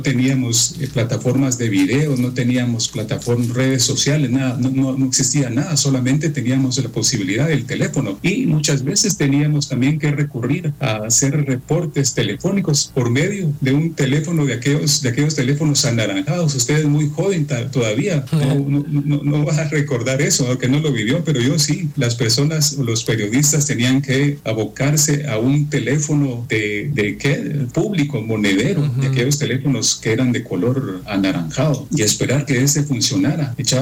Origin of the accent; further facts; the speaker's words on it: Amatitlán, Guatemala Department, Guatemala; entrar a trabajar a una radio alternativa aquí en mi municipio. Yo soy del municipio de Amatitlán